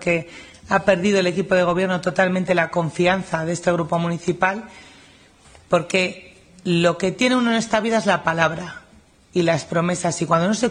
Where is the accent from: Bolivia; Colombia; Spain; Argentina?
Spain; Laredo, Cantabria; en mi pueblo, porque Laredo lo tiene todo, es una joya en sí mismo, tiene montaña, tiene playa